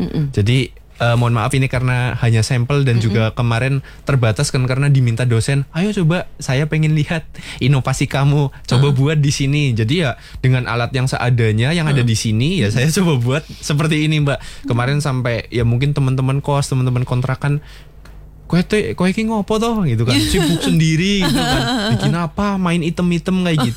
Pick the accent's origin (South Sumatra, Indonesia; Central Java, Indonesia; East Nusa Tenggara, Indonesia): Central Java, Indonesia; Kalau di daerah saya itu ya mungkin sekitar Karisidenan Pekalongan.